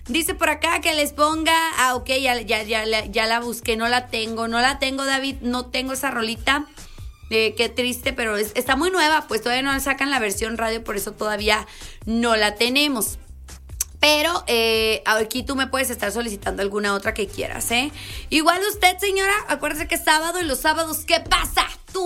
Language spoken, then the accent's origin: Spanish; Mexico; eso es lo que nos crió a los mexicanos